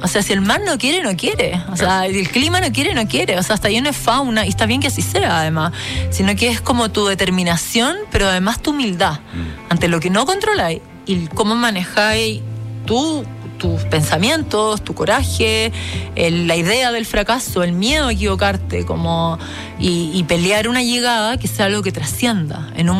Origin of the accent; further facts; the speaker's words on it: Chile; Es que yo creo que como chilenos tenemos una relación con la Antártica